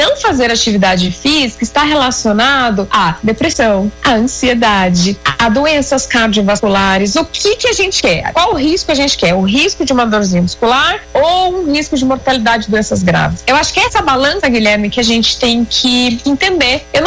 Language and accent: Portuguese; Italy; Portuguese is a second language; Que eu preciso da minha mão, que eu sou italiana e eu falo com a mão